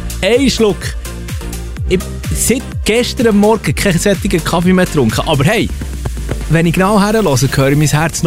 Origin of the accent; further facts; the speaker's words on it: Switzerland; Ich als Schweizer Pünzli